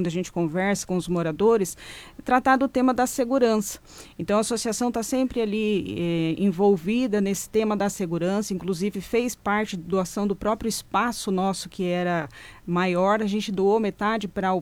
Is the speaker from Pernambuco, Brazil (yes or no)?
no; Guarujá, São Paulo, Brazil; eu morei, eu cresci em outro bairro, né, no Guarujá. Então, quando foi para mim me mudar para o Santa Cruz